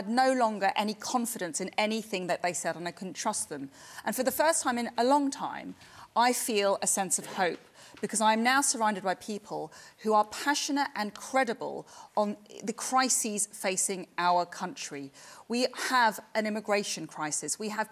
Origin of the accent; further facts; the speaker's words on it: United Kingdom; I do not call myself English because I am British Asian.